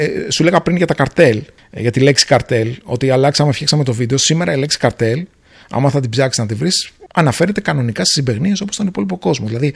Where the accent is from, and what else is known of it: Greece; now in Singapore